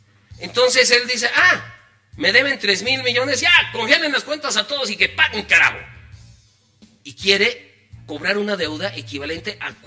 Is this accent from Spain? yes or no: no; La Paz, Bolivia; somos los paseños